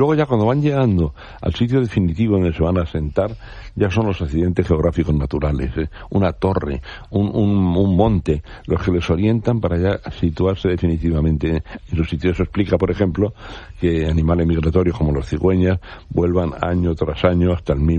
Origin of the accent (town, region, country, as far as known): Spain